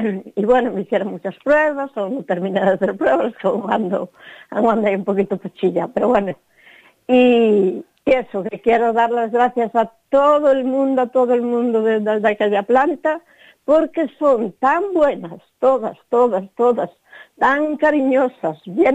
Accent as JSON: {"language": "Spanish", "town": "Pontevedra", "region": "Galicia", "country": "Spain", "said": "Soy de aquí de Pontevedra, ¿sí? Junto a Pasarón."}